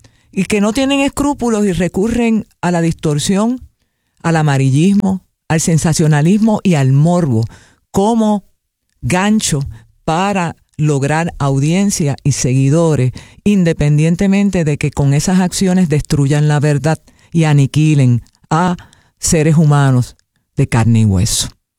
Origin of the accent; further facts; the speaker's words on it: Puerto Rico; eso me enorgullece como puertorriqueña